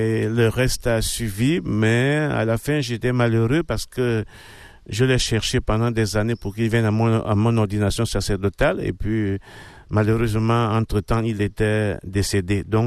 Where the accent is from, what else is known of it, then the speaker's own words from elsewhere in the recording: Libreville, Estuaire, Gabon; Donc je suis prêtre originaire du diocèse de Libreville.